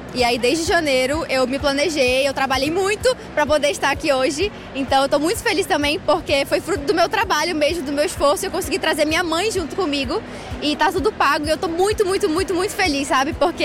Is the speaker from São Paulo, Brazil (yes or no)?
no; Belém, Pará, Brazil; now in Belo Horizonte, Brazil; Eu sou de Belém do Pará, mas eu tô morando agora em Minas Gerais, Belo Horizonte.